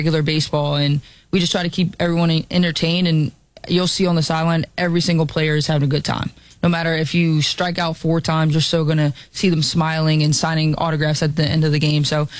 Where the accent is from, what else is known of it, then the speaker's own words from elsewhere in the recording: Philadelphia, Pennsylvania, United States; I'm from Philly. I can take all the heat.